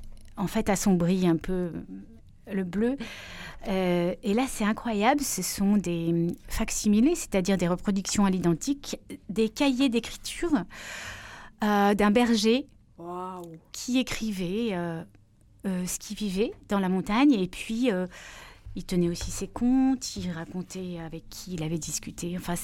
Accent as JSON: {"language": "French", "town": "Grenoble", "region": "Auvergne-Rhône-Alpes", "country": "France", "also_born_or_lived": "Paris", "moved": "as an adult", "said": "Je suis grenobloise, mais j'étais 10 ans à Paris, donc j'ai travaillé en librairie. Et quand je suis revenue à Grenoble avec ma fille"}